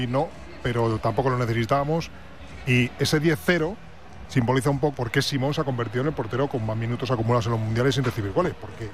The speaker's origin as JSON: {"language": "Spanish", "country": "Spain", "said": "Yo soy de España, no como vosotros, yo soy de España."}